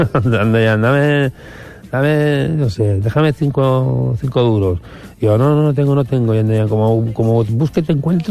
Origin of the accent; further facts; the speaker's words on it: Barcelona, Catalonia, Spain; sí, tot soc del Raval de tota la vida, els meus avis, els meus besavis també.